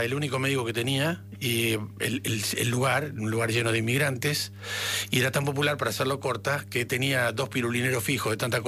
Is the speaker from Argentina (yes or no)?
yes; Valentín Alsina, Buenos Aires Province, Argentina; De Valentín Alsina, sí. De mi barrio, Valentín Alsina.